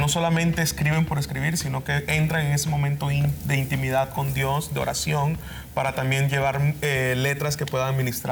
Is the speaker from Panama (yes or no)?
yes; Panama; pero quiero también estar ahí en Panamá, en mi país, en casa